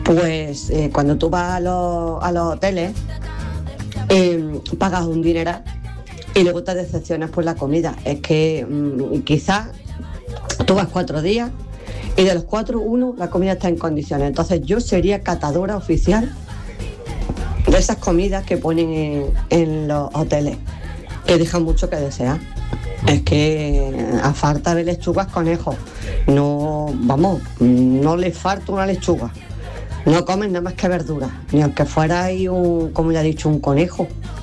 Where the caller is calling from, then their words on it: Seville, Andalusia, Spain; de Sevilla.